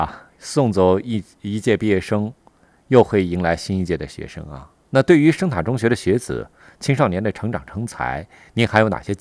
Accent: Taxkorgan County, Xinjiang, China; 回到塔县，回到我们的家乡

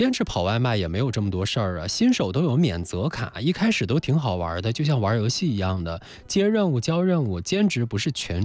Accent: Dandong, Liaoning, China; moved away; 在我的老家丹东

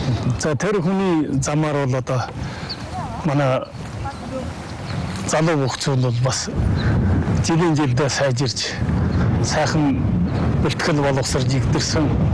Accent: Hulunbuir, Inner Mongolia, China

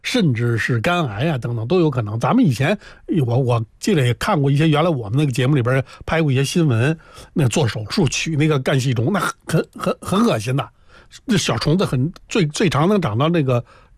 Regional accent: Guangdong, China; 啊，我们广东人嘛，这个是常吃这个 鱼生的

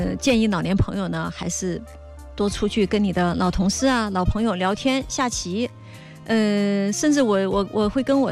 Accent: China

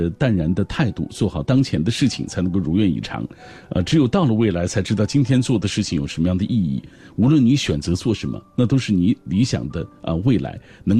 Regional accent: Changji, Xinjiang, China; moved away; 我们才发现我们来自新疆的同样一座小

